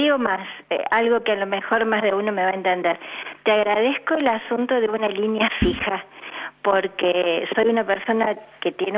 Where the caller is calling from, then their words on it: Villa María, Córdoba, Argentina; ciudades más pequeñas como nosotros, que viniera … a Villa María